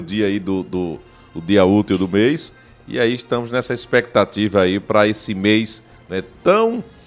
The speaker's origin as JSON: {"language": "Portuguese", "region": "Northeast Region", "country": "Brazil", "said": "os nordestinos, nós somos nordestinos, estamos na expectativa, viu?"}